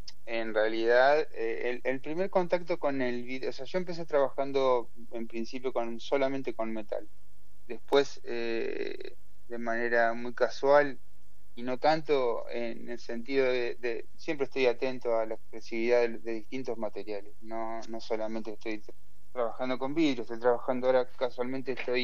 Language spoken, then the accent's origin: Spanish; Pehuajó, Buenos Aires, Argentina; Yo soy de Pihué, del interior de la provincia.